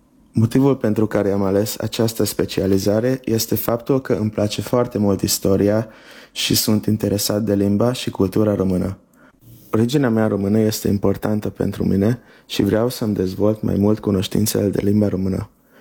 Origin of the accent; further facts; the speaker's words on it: Méhkerék, Békés, Hungary; am 19 ani. Sunt din Mecherec, un sat din județul Becheș, unde și eu locuiesc.